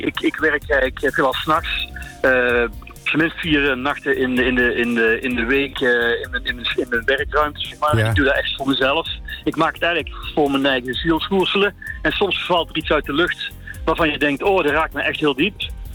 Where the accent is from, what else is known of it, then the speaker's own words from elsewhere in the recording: Limburg, Belgium; also born or lived in Sittard, Netherlands; ik ben geboren in Sittard, maar ik ben opgegroeid in Belgisch Limburg. Ja. Dus ik ben een beetje de best of both worlds.